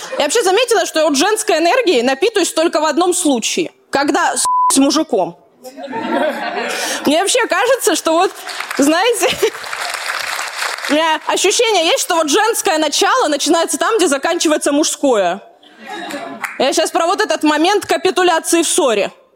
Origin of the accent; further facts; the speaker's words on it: Rostov-on-Don, Rostov Oblast, Russia; у нас Ростов, знаете, такой город современный, но сильно брутальный